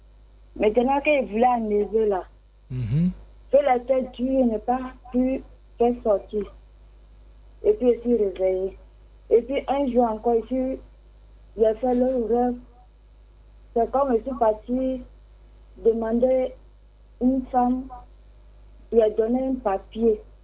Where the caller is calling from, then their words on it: Côte d’Ivoire; J'appelle Bonoumen.